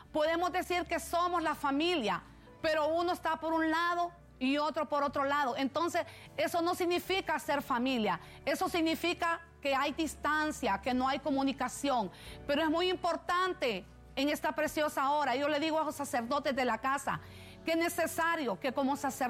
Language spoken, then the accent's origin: Spanish; Maraita, Francisco Morazán, Honduras; moved away; Así que un saludo también para mi pueblo Maraita, donde me está escuchando mi madre y mis hermanos, mi papá.